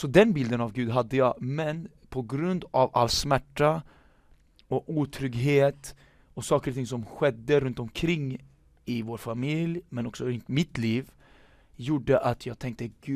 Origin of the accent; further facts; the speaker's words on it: Norrköping, Östergötland, Sweden; also born or lived in Stockholm; Jag växte upp i Norrköping, men jag föddes i Stockholm och min pappa är från Peru. Och min mamma är svensk